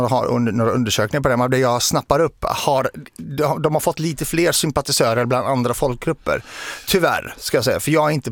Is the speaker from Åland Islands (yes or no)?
no; Zahle, Beqaa, Lebanon; att vissa av de barnen har fått lämna Beirut och flytta hem liksom upp till Zahle där vi kommer ifrån